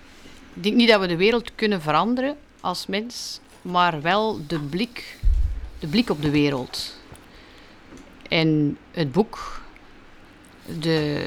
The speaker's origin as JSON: {"language": "Dutch", "town": "Moorsele", "region": "Flanders", "country": "Belgium", "tie": "born there", "said": "En dan heb ik er nog één in Moorsele, in mijn geboortedorp, 20 juni."}